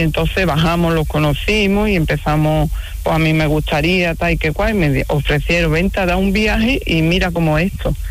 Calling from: Mijas, Andalusia, Spain; Yo vivo en Las Lagunas.

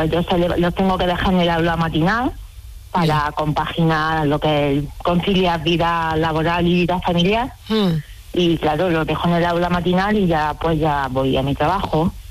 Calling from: Jaén, Andalusia, Spain; yo soy de Jaén

